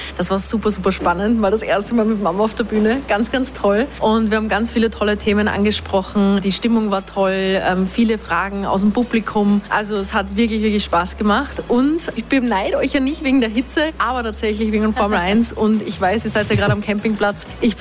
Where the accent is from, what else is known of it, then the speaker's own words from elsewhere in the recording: Styria, Austria; Ja, Anna und Philipp gerade in meiner Heimat eigentlich in der Steiermark und ich tatsächlich in Wien.